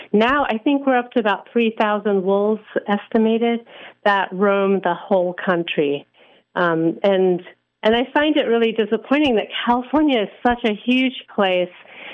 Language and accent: English; Abruzzo, Italy; moved away; I'm from Italy and I come from the Abruzzo National Park region